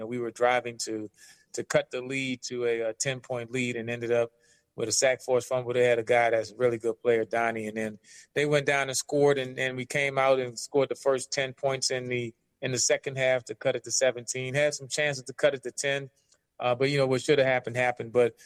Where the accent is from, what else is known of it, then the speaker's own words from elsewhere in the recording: New Orleans, Louisiana, United States; And I'm from New Orleans, right?